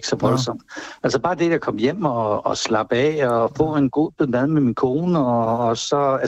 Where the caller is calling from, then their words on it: Capital Region of Denmark, Denmark; Altså nu er jeg selv op fra Nordsjælland, så det er op fra Larsen Græsted området.